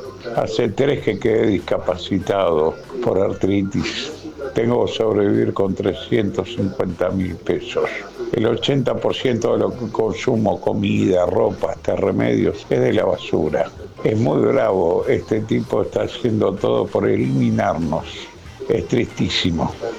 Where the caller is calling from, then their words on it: San Bernardo, Buenos Aires Province, Argentina; de San Bernardo.